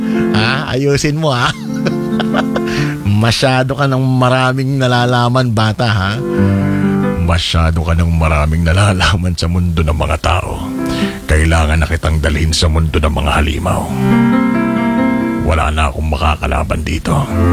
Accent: Quezon, Calabarzon, Philippines; Ang tawag sa amin sa Quezon na nagpupulad ng sabo.

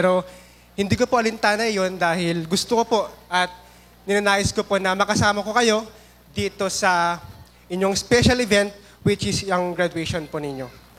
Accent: Santo Tomas, Cagayan Valley, Philippines; born there; ako po ay pinanganak sa Santo Tomas Isabela po. So Ilocano po ako.

